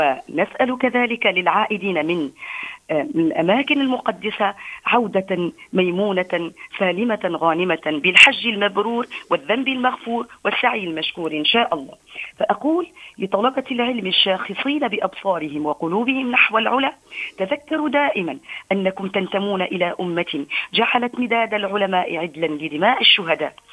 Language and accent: Arabic; Tunisia; بلادنا تونس